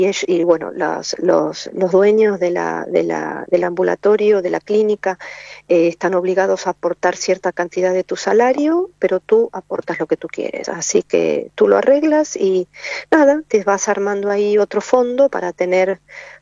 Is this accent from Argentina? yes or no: yes; Argentina; moved away; en el pueblo, que es un pueblo chiquito donde vivimos, somos tres familias argentinas